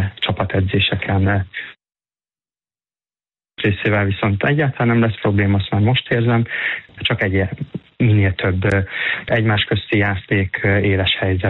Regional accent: Hungary; moved away; also born or lived in Italy; Örülök, hogy végre Magyarországon magyarként itteni játékosnak tekintenek rám.

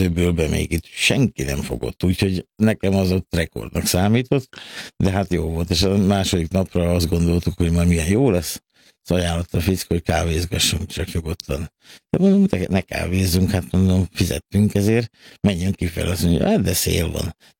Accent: Hungary; mi magyarok vagyunk

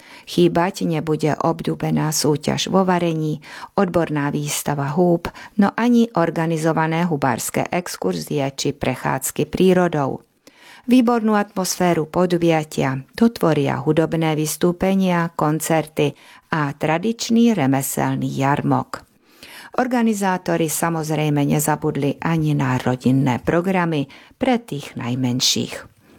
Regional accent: Hungary; ja som dievča z hôr, najviac prežívam práve dary lesa. Aj keď u nás v Maďarsku

